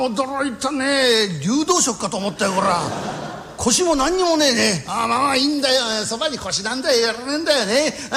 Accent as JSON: {"language": "Japanese", "region": "Aomori", "country": "Japan", "said": "俺江戸っ子でありながら青森県出身だからね"}